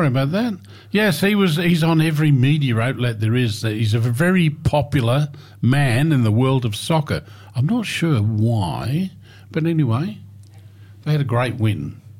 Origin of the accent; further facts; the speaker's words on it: Victoria, Australia; moved away; I'm an ex-Victorian